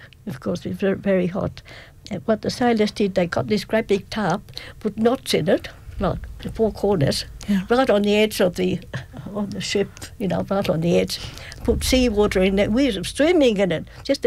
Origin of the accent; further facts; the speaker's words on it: Australia; I said, I'm from Australia. I'm looking at my father.